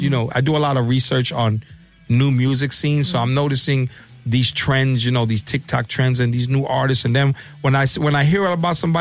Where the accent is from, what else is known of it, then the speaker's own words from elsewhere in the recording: New York, United States; I'm originally from Bushwick, East New York area.